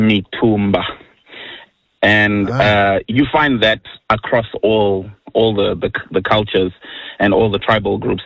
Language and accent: English; Zimbabwe; So growing up in Zimbabwe, you have quite a big celebration of traditional music. Each tribal group in the country has music that is very peculiar to them.